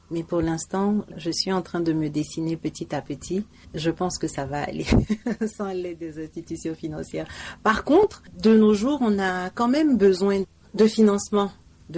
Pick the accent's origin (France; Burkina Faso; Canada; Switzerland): Burkina Faso; now in Togo; En tant que Burkinabé résident au Togo